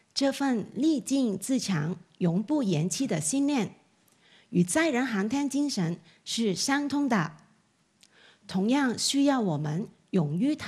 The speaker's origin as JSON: {"language": "Chinese", "country": "Hong Kong", "tie": "born or raised there", "said": "从小在香港长大"}